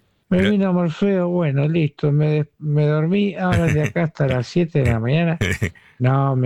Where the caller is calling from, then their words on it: San Antonio de Padua, Buenos Aires Province, Argentina; de San Antonio de Padua.